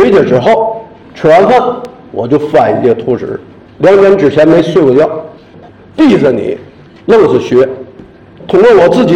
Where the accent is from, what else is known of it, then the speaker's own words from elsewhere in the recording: China; 作为一个中国人